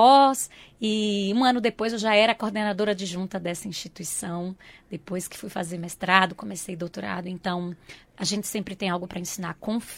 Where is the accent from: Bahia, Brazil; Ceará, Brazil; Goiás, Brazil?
Bahia, Brazil; João Dourado; moved away; also born or lived in Irecê; eu fui nascer na cidade próxima, porque a cidade da qual eu sou natural, ela não tinha maternidade. Então, eu sou natural de Irecê, mas a minha cidade é João Dourado. Ali, nós tínhamos uma condição de vida muito simples.